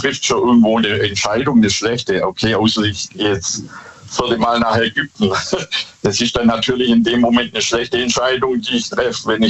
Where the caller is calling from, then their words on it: Bad Boll, Baden-Württemberg, Germany; ich komme aus Bad Boll.